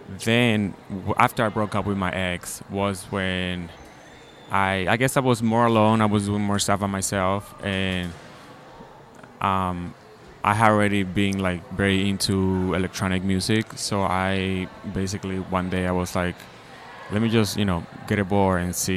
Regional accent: Dominican Republic; now in Washington, D.C., United States; I grew up in the Dominican Republic.

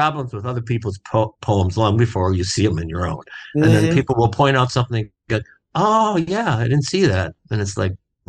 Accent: Austin, Minnesota, United States; I grew up in Austin, Minnesota, which is about 100 miles south of Minneapolis

